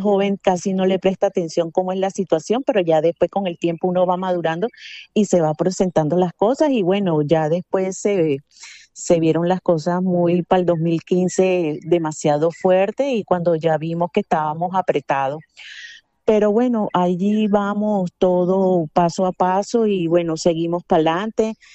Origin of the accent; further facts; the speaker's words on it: Barranquilla, Atlántico, Colombia; now in Venezuela; yo soy de Barranquilla, Colombia, yo estoy aquí desde el 2000, llegué aquí a venir a conocer el país, muy bonito, de verdad, espectacular, chévere. Bueno, ya no tengo mucho el acento, ya que no tengo no tengo gente rodeada de colombiana de aquí